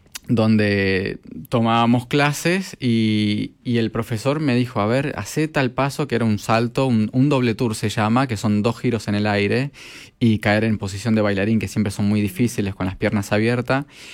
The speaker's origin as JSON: {"language": "Spanish", "region": "Buenos Aires", "country": "Argentina", "tie": "born or raised there", "also_born_or_lived": "Villa Mercedes, San Luis", "said": "Mis papás se mudaron acá a Buenos Aires cuando yo tenía un añito, así que me crié en Buenos Aires"}